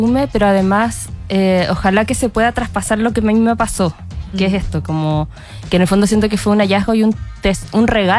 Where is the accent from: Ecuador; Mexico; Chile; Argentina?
Chile; yo también crecí muy como en una idea de pesimismo, derrota, entonces creía, no, somos chilenos, somos así